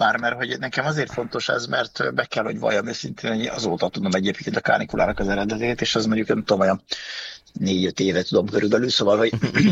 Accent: Budapest, Hungary; lakótelepen nőttem föl, ez ugye a gazdagréti lakótelep, ami akkor még nem volt ennyire körbeépítve, mint most, tehát az most gyakorlatilag más lakóparkokkal körbeépített terület

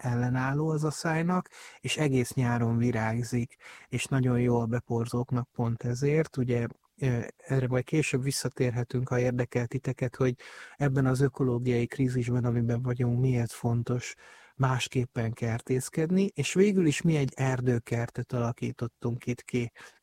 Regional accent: Abda, Győr-Moson-Sopron, Hungary; moved away; Vidéken nőttem fel egy kis faluban, Dunántúlon, Abdán, Győr mellett

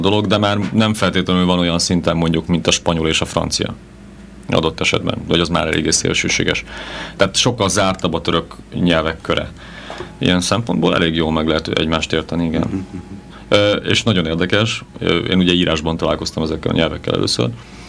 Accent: Hungary; Törökországban pedig kedvükre ölelnek az emberek csak azért, mert magyar vagyok.

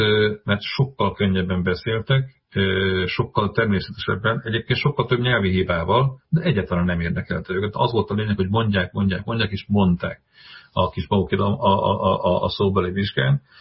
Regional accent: Southern Slovakia, Slovakia; now in Hungary; És ugye én felvidéki származású vagyok, tehát én azért ismerek több szláv nyelvet, hiszen olyan környezetben nőttem fel

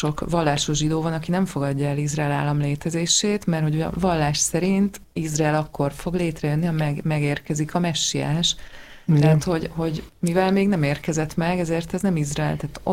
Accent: Hungary

